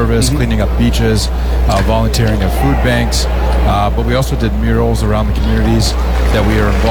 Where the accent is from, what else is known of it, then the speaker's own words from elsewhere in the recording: Pittsburgh, Pennsylvania, United States; I grew up in Pittsburgh going to the ballpark with my family and friends